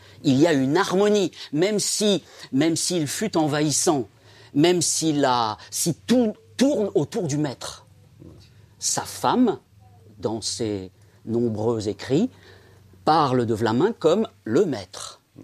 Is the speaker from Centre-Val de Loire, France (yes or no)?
yes; Centre-Val de Loire, France; born there; suis breton. Parce que mon grand-père habitait à côté de Fougères. Mais moi, je suis né en Eure-et-Loire.